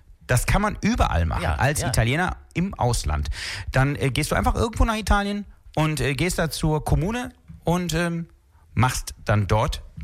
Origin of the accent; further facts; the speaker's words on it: Düsseldorf, North Rhine-Westphalia, Germany; born there; Ich bin in Gerresheim geboren.